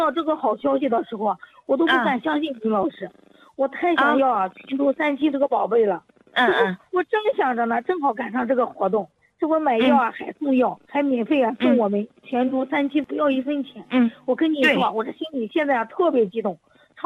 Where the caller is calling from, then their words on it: Henan, China; 我是河南的。